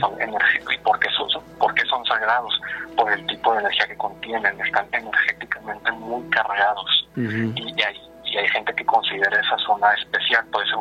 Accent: Monterrey, Nuevo León, Mexico; yo soy de Monterrey

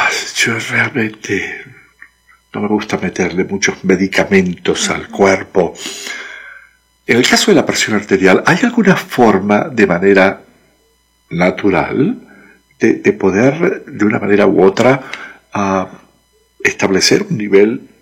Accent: Venezuela; moved away; en mi tierra, en Venezuela.

